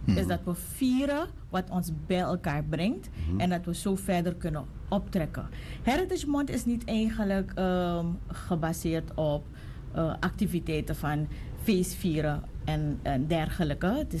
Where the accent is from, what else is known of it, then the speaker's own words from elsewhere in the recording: Suriname; now in Netherlands; ik kan Sranang Tongo praten. Of, weet je, omgekeerd, ik kan Sranang Tongo praten, dus ik ben any which way around. Maar wij in Suriname hebben wel iets